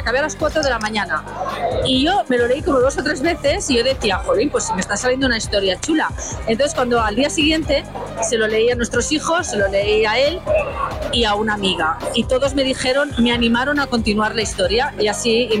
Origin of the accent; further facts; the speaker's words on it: Barcelona, Catalonia, Spain; also born or lived in Olesa de Montserrat; nosotros somos de Barcelona.